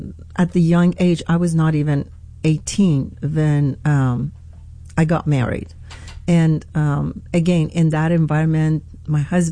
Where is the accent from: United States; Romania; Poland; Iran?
Iran; moved away as an adult; So anyway, I grew up in Iran for 21 years. I was born in Iran.